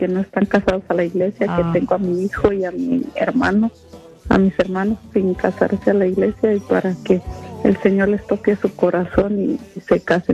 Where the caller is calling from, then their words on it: Riverside, California, United States; de Riverside.